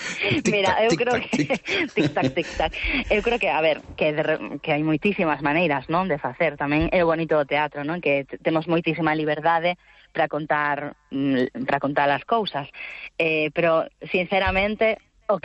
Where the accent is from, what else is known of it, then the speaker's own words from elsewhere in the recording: Galicia, Spain; nós tamén somos creadoras galegas, co cal sempre a nosa visión facemos dende a nosa idiosincrasia